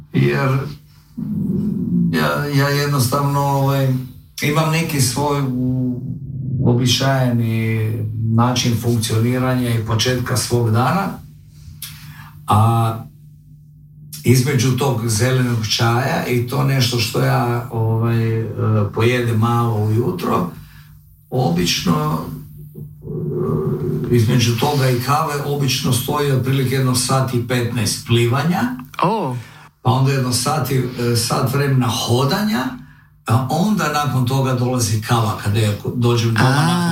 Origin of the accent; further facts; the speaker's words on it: Zagreb, City of Zagreb, Croatia; born there; also born or lived in Molve, Podravina; now in Dubrovnik, Croatia; Ja sam rođen u Zagrebu i sam rođen u Zagrebu. Ali se osjećam Podravac, Bolvarac. Moj otac je rođen u Bolvama. I ja sam rođen u Zagrebu, jer je to jednostavno bilo tako. Ali u svom srcu ja sam Molvarac, Podravac i tako se osjećam.